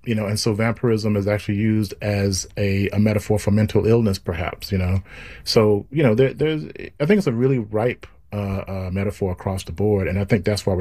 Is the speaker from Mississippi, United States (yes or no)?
yes; Mississippi, United States; I'm from Mississippi, and I grew up with the blues, and I grew up in those spaces and gyp joints and things of that nature